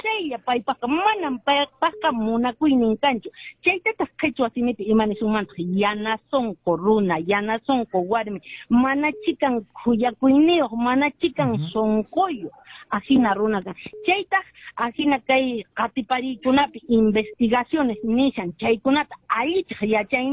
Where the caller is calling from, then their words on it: Puno, Peru; yo soy de Puno, entonces yo hablo perfectamente el quechua.